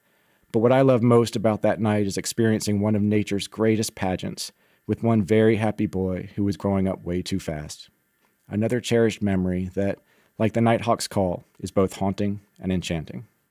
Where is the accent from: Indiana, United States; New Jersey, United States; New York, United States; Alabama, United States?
Alabama, United States; not too far from where I grew up in Alabama.